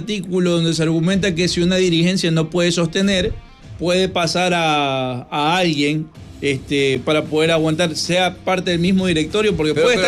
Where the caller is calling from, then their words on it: San Alejo, La Unión, El Salvador; soy de San Alejo